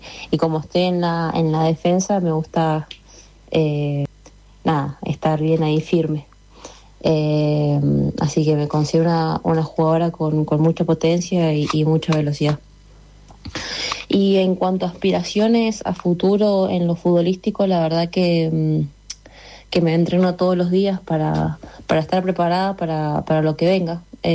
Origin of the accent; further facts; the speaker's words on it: Mendoza, Argentina; born there; nací acá en Mendoza, por ahí no tengo mucho la tonadita acá porque nada, desde muy chica he vivido en otras provincias, así que por ahí se me pueden mezclar un poquitito el cordobés sobre todo.